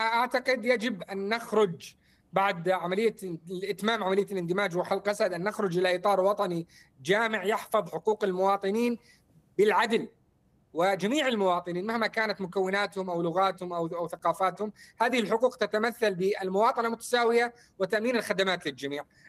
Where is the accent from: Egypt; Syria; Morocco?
Syria; Al-Hasakah Governorate; من الحسكة